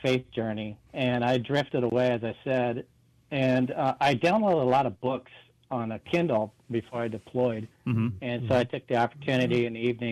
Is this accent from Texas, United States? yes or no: no; Alaska, United States; moved away; also born or lived in Washington; Okay, I grew up in Alaska, and in my youth, and moved to Washington with my parents to get to know my grandparents a little bit.